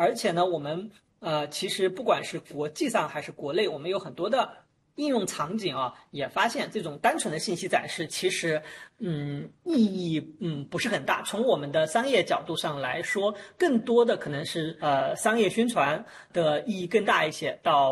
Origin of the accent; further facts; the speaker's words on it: China; 我们中国人的健康素养已经到了一定的高度了